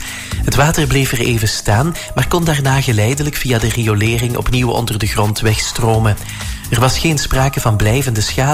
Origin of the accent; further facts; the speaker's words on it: Flanders, Belgium; En als Vlaming toch een beetje jaloers, moet ik zeggen.